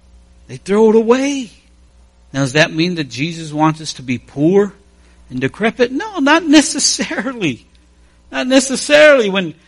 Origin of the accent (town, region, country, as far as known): United States